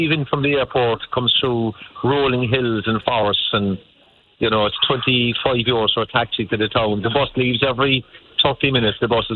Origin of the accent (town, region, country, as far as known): Cork, Munster, Ireland